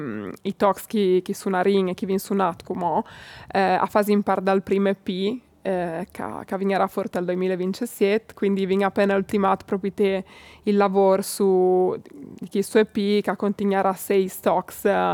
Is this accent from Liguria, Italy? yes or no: no; Codroipo, Friuli-Venezia Giulia, Italy; io sono di Codroip, però sono di Lonche proprio.